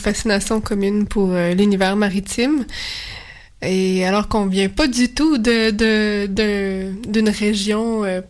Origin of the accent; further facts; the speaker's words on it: Quebec, Canada; je viens du nord de l'Abitibi où il y a des lacs et des rivières, mais des forêts d'arbres, de conifères et de moustiques.